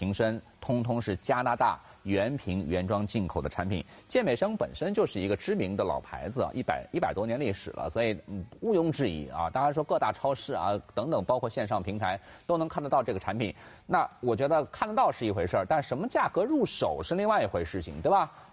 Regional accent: China; 但是我们中国人本身的一些啊饮食习惯也好，烹饪习惯也好

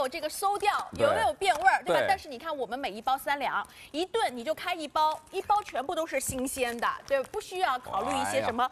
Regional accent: Shanghai, China; 我们上海人

